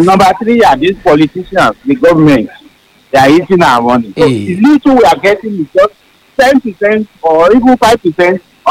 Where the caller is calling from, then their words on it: Ibadan, Oyo, Nigeria; I'm calling from Ibadan.